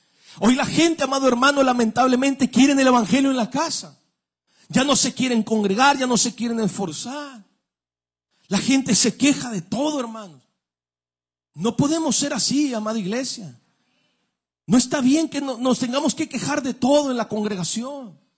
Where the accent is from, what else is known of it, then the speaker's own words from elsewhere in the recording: Apodaca, Nuevo León, Mexico; Somos de México. ¿Quién no conoce un rancho, hermano? Conocemos los ranchos. Si no, en Apodaca hay muchos ranchos. De allá vengo yo